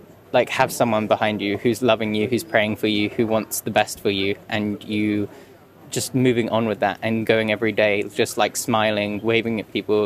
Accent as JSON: {"language": "English", "region": "London", "country": "United Kingdom", "said": "From London."}